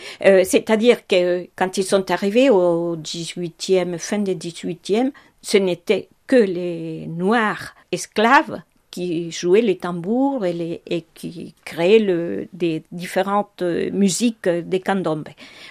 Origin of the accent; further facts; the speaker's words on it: Montevideo, Uruguay; Chez nous, à Montevideo, c'est une tradition.